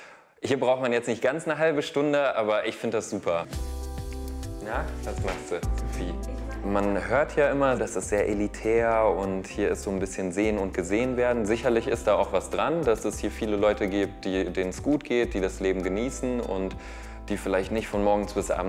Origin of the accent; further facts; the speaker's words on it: Germany; born there; Also ich bin gebürtig aus der Eifel.